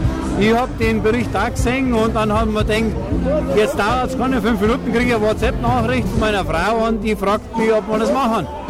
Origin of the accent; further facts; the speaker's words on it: Bavaria, Germany; born there; Ich bin auch 56 Jahre, auch als Walkerlebacher, gebürtiger Walkerlebacher.